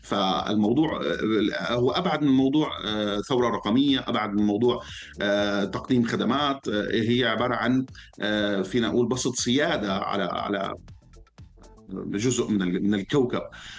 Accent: Syria; أنا كمواطن سوري

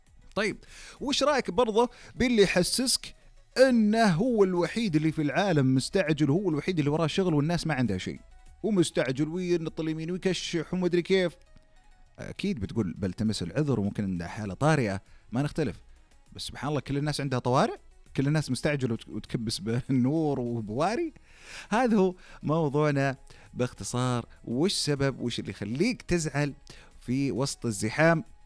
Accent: Taif, Makkah Province, Saudi Arabia; moved away; أنا يعني نشأت وترعرعت في الطائف، بس ما اشتقت له.

